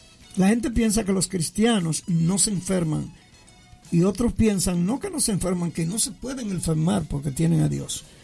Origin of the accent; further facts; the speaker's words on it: Dominican Republic; Donde quiera que vamos, nos identificamos como que somos dominicanos.